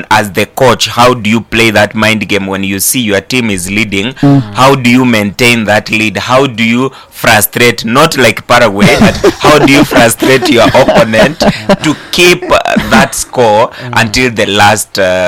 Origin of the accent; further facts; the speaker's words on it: Kenya; But you see, I am a Kenyan first, and I am proud that tulipiga Morocco.